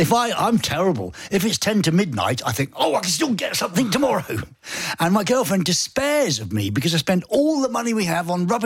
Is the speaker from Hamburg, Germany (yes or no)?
no; Güstrow, Mecklenburg-Vorpommern, Germany; Today, I'm not from Pankow, but I'm from Gustrau. Gustrau, with an umlaut, Lars.